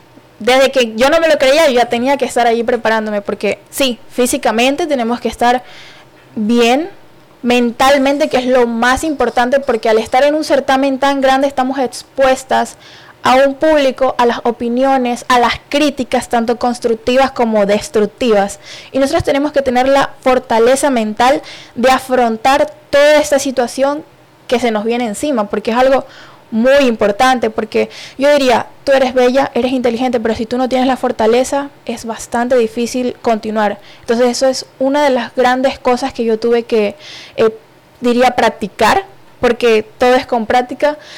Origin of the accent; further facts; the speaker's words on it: Manta, Manabí, Ecuador; aquí a Manabí, a Manta, que para ser la alegría de mi pueblo y de mi gente.